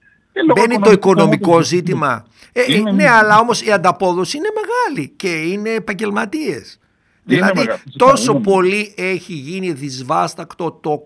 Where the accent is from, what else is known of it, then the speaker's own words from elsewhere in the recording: Doirani, Central Macedonia, Greece; moved away; στο χωριό μου στη Δοϊράνη στο Κυλκής